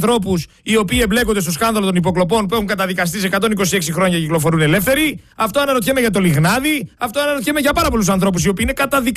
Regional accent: Greece; Εγώ είμαι ένας Έλληνας πολίτης λοιπόν.

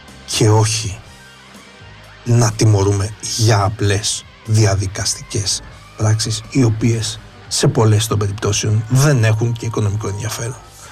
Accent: Epirus, Greece; flat tax που λέμε και στο χωριό μου στην Ήπειρο.

